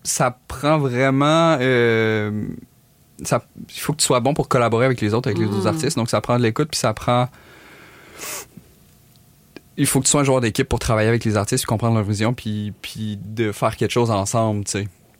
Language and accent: French; Quebec City, Quebec, Canada; now in Montreal, Canada; Je viens de Québec, ouais.